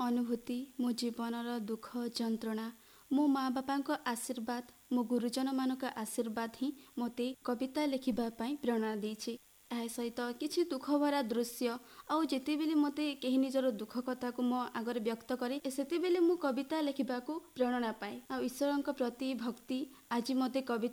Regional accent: Depur, Odisha, India; ମୋ ଗାଁର ନାମ ହେଉଛି ଦେପୁର।

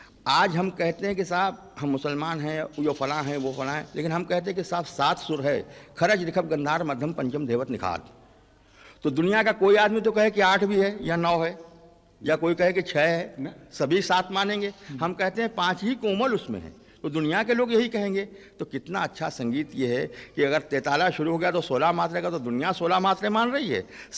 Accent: Varanasi, Uttar Pradesh, India; जैसे हमारी बोली है, अब हम हमारे बनारस के बोले कहा भैया कहाँ से आवत हुआ, कहाँ जात हुआ

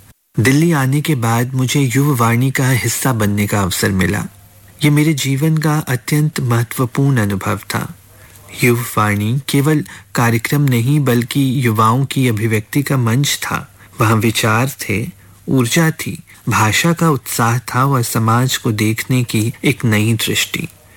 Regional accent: Gorakhpur, Uttar Pradesh, India; born or raised there

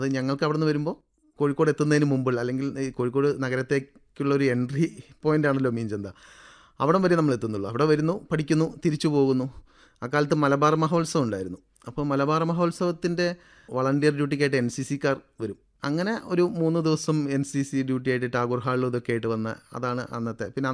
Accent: Vallikkunnu, Kerala, India; born there; also born or lived in Uppatti, Nilgiris, Tamil Nadu / Kallai, Kozhikode; അച്ഛൻ പക്ഷേ ഞാനൊക്കെ ജനിച്ച സമയത്ത് തന്നെ വള്ളിക്കുന്നിലേക്ക് താമസം മാറിയിട്ടുണ്ട്. അമ്മയുടെ കല്യാണം കല്ലായിലേക്കായിരുന്നു, പക്ഷേ പിന്നീട് ഞാൻ താമസിക്കുന്നത് വള്ളിക്കുന്നായിരുന്നു. പക്ഷേ ആ സമയത്ത് ഞാൻ നീലഗിരിയിലായിരുന്നു. അമ്മയുടെ വീട്ടിൽ നിന്നിട്ടാണ് ഞാൻ 5-ാം ക്ലാസ് വരെ പഠിച്ചത്

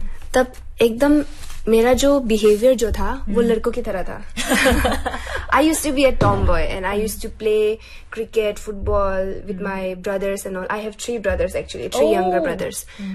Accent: Pasighat, Arunachal Pradesh, India; also born or lived in Seppa; मैं एक्चुअली पासीघाट से हूँ। मेरा जन्म हुआ था सेप्पा में, मेरी मॉम सेप्पा की है, लेकिन my dad is from Pasighat, he is a गालो पर्सन। सो हाँ, तो मेरा मम्मी निशी है, पापा गालो है, एंड एकदम आदि कम्युनिटी के बीच में ब्रॉटअप हुई हूँ मैं।

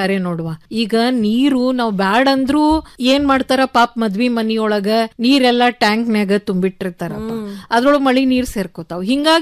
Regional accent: Karnataka, India; ನಾವು ಉತ್ತರ ಕರ್ನಾಟಕದವರು

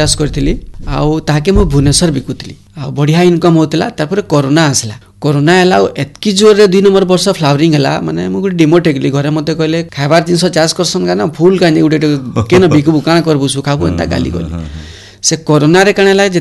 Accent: Odisha, India; ଯେନ୍ତାକି ମୋର ଗାଁଟା ହୀରାକୁଦ ଡ୍ୟାମ୍ର ବ୍ୟାକ୍ୱାଟର୍ରେ ଅଛେ

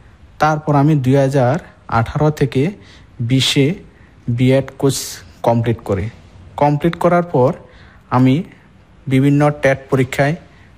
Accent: Tripura, India; আমার বাড়ি বিচ্ছন্নমনো পঞ্চায়েত পাড়ায়।

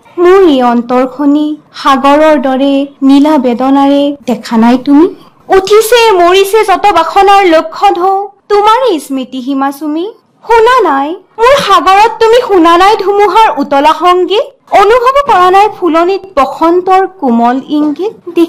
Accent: Rangia, Assam, India; হয়, নমস্কাৰ … মই ৰঙিয়াৰ পৰা আহিছো।

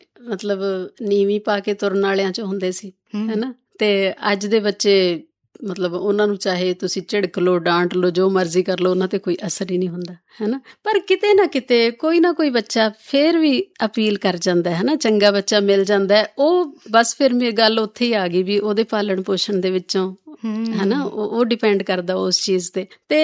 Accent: Thathi Bhai, Punjab, India; also born or lived in Moga; ਮੇਰੀ ਜਿਹੜੀ ਮੁੱਢਲੀ ਸਿੱਖਿਆ ਸੀਗੀ ਉਹ ਸੀ ਪਿੰਡ, ਮੇਰੇ ਪੇਰੈਂਟਸ ਦਾ ਪਿੰਡ ਹੈ ਠੱਠੀ ਭਾਈ

